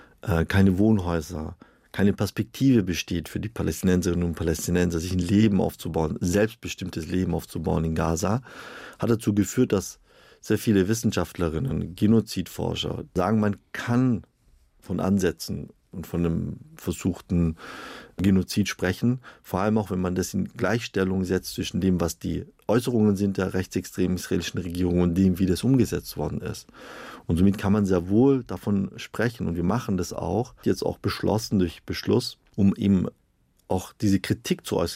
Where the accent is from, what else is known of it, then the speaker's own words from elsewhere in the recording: Stuttgart, Baden-Württemberg, Germany; Ich komme ja aus Stuttgart, das ist ein ganz großes Thema.